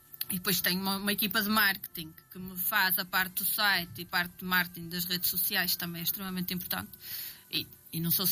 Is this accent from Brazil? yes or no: no; Alpendurada, Norte, Portugal; also born or lived in Entre-os-Rios; eu por acaso não sou da Alpendurada, sou de Entre os Rios. Mas desde pequenina fui estudar para a Alpendurada. Desde que me lembro, lá está, vivo em Alpendurada.